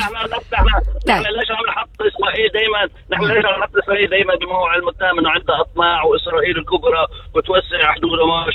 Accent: North Lebanon, Lebanon; أنا مواطن لبناني مسيحي، أنا مواطن لبناني مسيحي من شمال لبنان، ما خصني بجنوب لبنان.

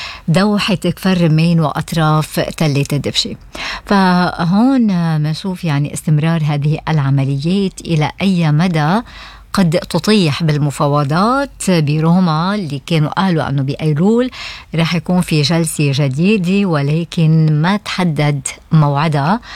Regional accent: Lebanon

